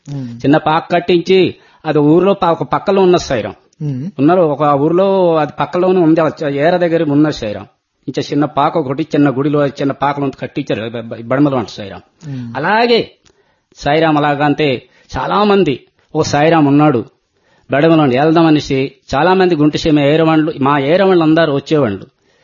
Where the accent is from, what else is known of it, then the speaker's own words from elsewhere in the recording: Andhra Pradesh, India; మా ఊరు లయగండ. లయగండ.